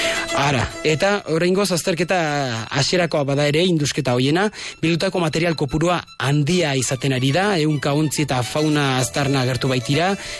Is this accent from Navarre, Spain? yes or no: yes; Pamplona, Navarre, Spain; born there